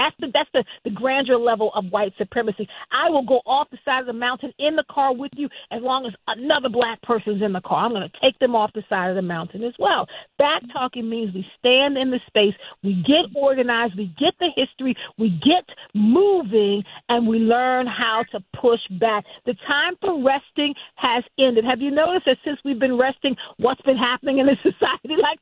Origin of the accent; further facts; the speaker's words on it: South Carolina, United States; I can because I grew up there, you know, at the home of, you know, Black Baptist Southerners. So I'm from South Carolina